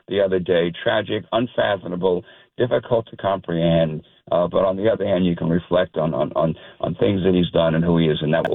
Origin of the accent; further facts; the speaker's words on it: Brooklyn, New York, United States; Again, born and bred in Brooklyn. I can take the boy out of Brooklyn. You can't Brooklyn out of the boy. It's still in my heart.